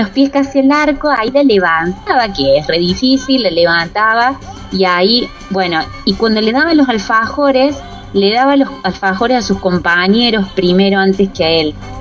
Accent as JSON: {"language": "Spanish", "country": "Argentina", "said": "pocas cosas nos unen como argentinos"}